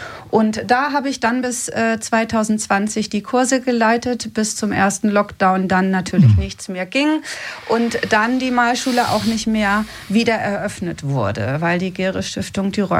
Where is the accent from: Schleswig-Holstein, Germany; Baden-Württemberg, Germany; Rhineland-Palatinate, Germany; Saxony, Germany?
Schleswig-Holstein, Germany; Neumünster; also born or lived in Hamburg; Ich komme hier aus Neumünster.